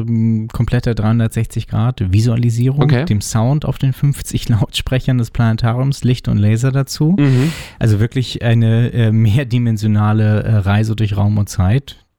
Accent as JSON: {"language": "German", "region": "Berlin", "country": "Germany", "said": "Aber auf jeden Fall, so als Berliner, als Köpenicker."}